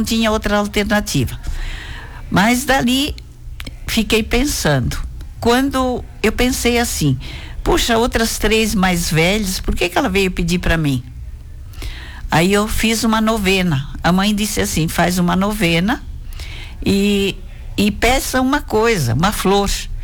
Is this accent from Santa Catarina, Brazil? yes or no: yes; Orleans, Santa Catarina, Brazil; born there; Eu nasci em Orleans, um lugarzinho chamado Forninhas, e mãe e pai muito devotos, religiosos, trabalhadores.